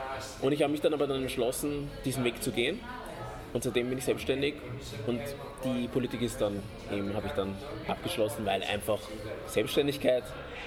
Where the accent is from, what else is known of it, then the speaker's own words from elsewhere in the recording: Austria; Ich bin als Kind aufgewachsen in Österreich.